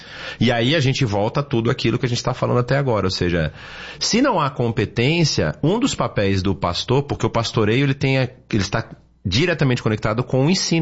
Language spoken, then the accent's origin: Portuguese; Bahia, Brazil; eu sou da Bahia, eu sei muito bem.